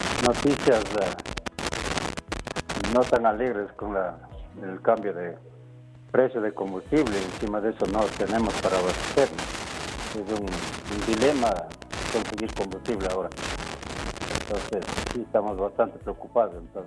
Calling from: Quito, Pichincha, Ecuador; sector de Calderón.

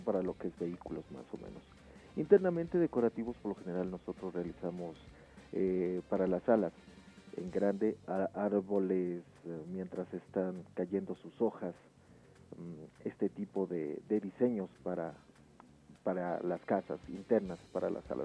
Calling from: Quito, Pichincha, Ecuador; Del sector de La Mariscal

